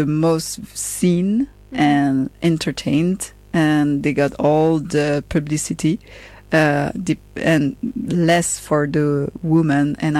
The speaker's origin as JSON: {"language": "English", "town": "Paris", "region": "Île-de-France", "country": "France", "second_language": "English", "said": "And we are French from Paris are fighting against French for my sake quite a lot."}